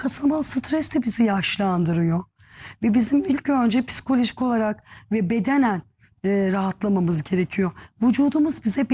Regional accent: Manisa, Turkey; Bir Manisalı olarak söyleyeyim.

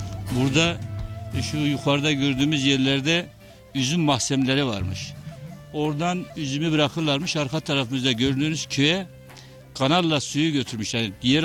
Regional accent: Muş Province, Turkey; O açıdan bizim köyümüz çok tarihi bir köy. Bir de yanı başımızda hemen kayak merkezi var. Kayak merkeziyle birlikte üniversitemiz de var.

